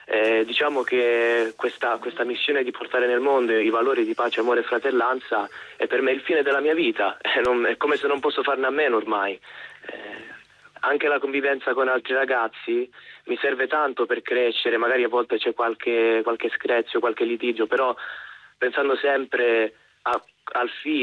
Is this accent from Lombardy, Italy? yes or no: no; Sicily, Italy; Allora, in casa famiglia siamo appunto io che vengo dalla Sicilia, un altro ragazzo che viene sempre dalla Sicilia, che si è trasferito come me per fare la casa famiglia